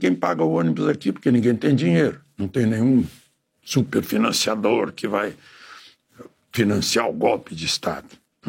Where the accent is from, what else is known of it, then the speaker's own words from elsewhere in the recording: Rio Grande do Sul, Brazil; amanhã lá no meu estado, Rio Grande do Sul